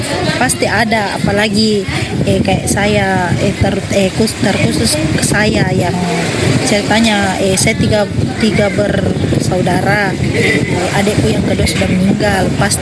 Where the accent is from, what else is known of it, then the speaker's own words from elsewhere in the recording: Sumba, East Nusa Tenggara, Indonesia; moved away; Kan saya memang orang Sumba, cuman mamaku ini kan lagi toh, jadi ikut sama suaminya ke Mamuju. Kalau bapakku ada di Sumba sama adikku